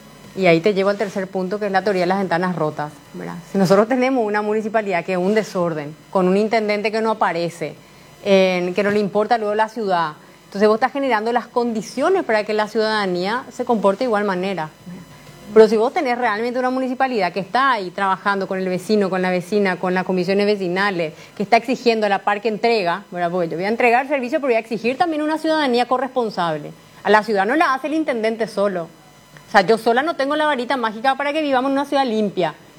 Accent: Asunción, Paraguay; Yo nací en Asunción, la ciudad que tanto amo. Yo crecí, me malcrié en esta ciudad, viví en más de 8 barrios.

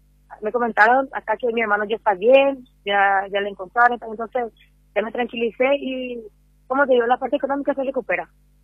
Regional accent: Paraguay; born there; Yo soy paraguaya, hija de brasilero. Sí. Yo nací acá en esta ciudad.

